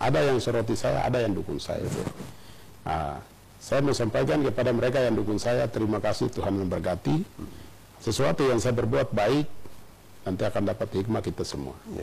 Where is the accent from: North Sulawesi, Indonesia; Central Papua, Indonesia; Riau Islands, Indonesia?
Central Papua, Indonesia; Nabire; kita sebagai orang Nabire di sini sampai kapanpun ada di sini